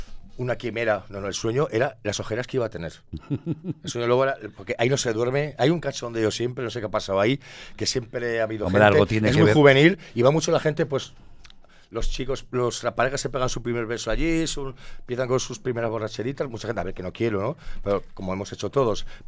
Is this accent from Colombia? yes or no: no; Monzón, Aragon, Spain; Pero yo me siento muy monzonero. Soy de Monzón. Monzón, ¿eh? Monzón. No Monzón, Monzón. Y no soy de Barbastro, ¿vale?